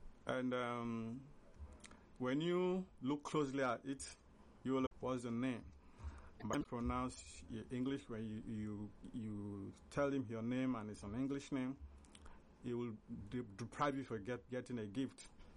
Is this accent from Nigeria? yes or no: yes; Niger Delta, Nigeria; if they ask me who I am, I'll proudly say … they will find out that I'm from Niger Delta, a Nigerian.